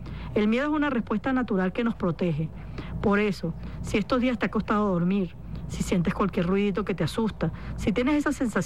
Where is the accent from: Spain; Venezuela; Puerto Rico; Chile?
Venezuela; Este es un momento que nos une, que nos abraza y que nos hace recordar quiénes somos como venezolanos.